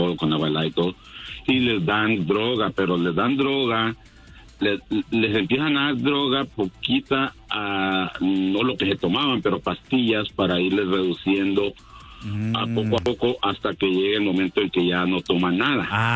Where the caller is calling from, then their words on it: Arizona, United States; De aquí de Arizona.